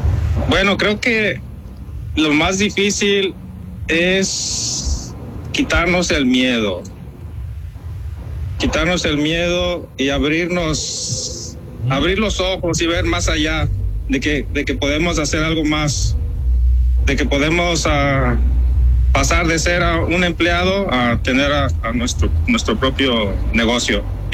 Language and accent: Spanish; Puebla, Mexico; now in Los Angeles, United States; lo soy de Puebla, de donde somos los feos, prietos, gordos y chaparros.